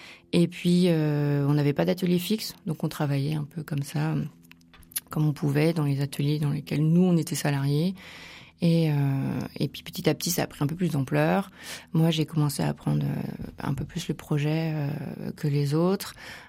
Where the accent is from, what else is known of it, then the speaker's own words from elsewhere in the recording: Bourgogne-Franche-Comté, France; moved away as an adult; now in Charente, France; je ne suis pas du tout charentaise, je viens de Bourgogne, où c'est plutôt la gastronomie qui est mise en avant